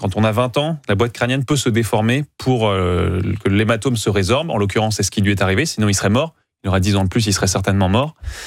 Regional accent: Normandy, France; Bon, je suis normand, donc je connais bien Rouen

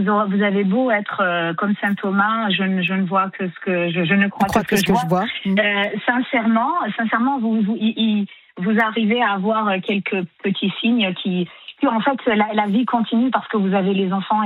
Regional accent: Algeria; j'ai grandi en Algérie, le seul environnement qui était autour de moi, c'était un environnement musulman.

